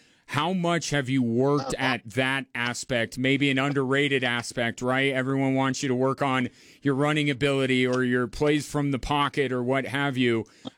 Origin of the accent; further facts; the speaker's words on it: Limon, Colorado, United States; I grew up out in Lyman